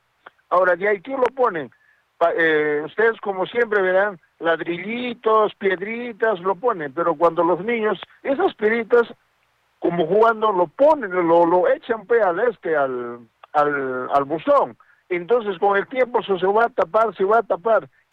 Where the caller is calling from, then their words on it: Arequipa, Peru; Yo soy de Hunter. Yo soy de San Juan de Dios.